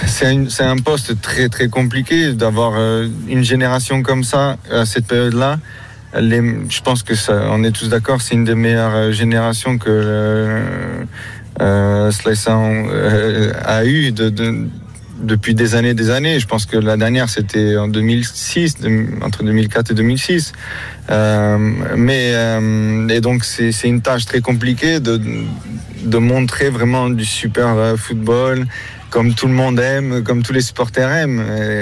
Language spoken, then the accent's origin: French; Portugal; Et même nous, en tant que Portugais, on a cette.